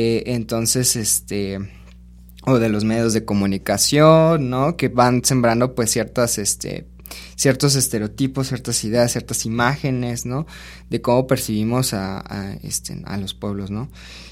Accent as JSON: {"language": "Spanish", "region": "Quintana Roo", "country": "Mexico", "also_born_or_lived": "Mérida", "said": "yo soy del sur, de Quintana Roo, y a mí me gusta, bueno, en algún tiempo viví un ratillo en Mérida."}